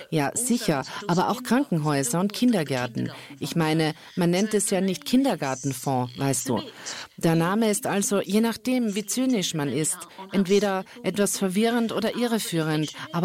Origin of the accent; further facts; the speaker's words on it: Norway; Was wir als Norweger hören, ist, dass es euer Geld. Als norwegischer Bürger ist es dein Geld, oder?